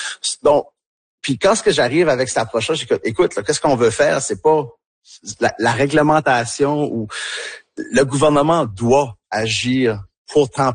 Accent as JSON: {"language": "French", "town": "Tracadie", "region": "New Brunswick", "country": "Canada", "accent": "Tracadian", "said": "quand je suis avec eux autres, je parle avec mon accent tracadien ouais."}